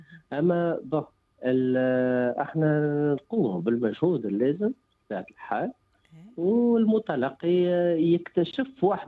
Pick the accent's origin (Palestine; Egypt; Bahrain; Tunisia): Tunisia; هي بلادنا تونس الخضراء.